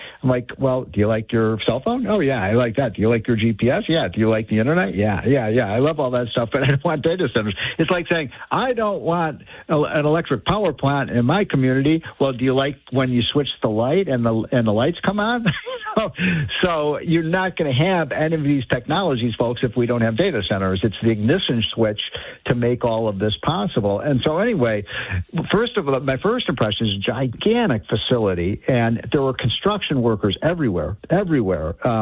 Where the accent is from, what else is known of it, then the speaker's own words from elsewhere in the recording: Chicago, Illinois, United States; As you know, I'm from Chicago. One of the great cities of all time.